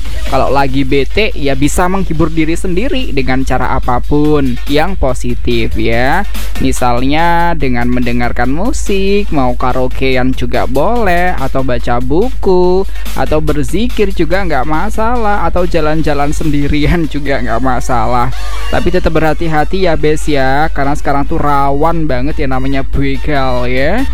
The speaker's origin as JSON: {"language": "Indonesian", "region": "Lampung", "country": "Indonesia", "said": "Kalau kita merantau ke daerah-daerah kota ya, atau bahkan ke Jawa, misalnya ditanya, kamu dari daerah mana? Daerah Lampung."}